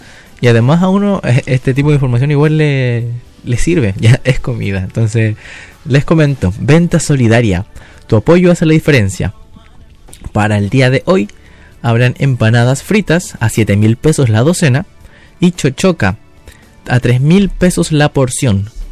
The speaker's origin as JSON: {"language": "Spanish", "country": "Chile", "said": "eso es lo que nos caracteriza como buenos chilenos, compatriotas"}